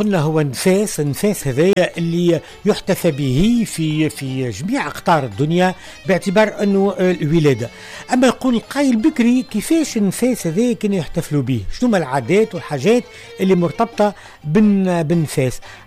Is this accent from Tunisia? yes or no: yes; Tunisia; كانت موجودة عندنا في تونس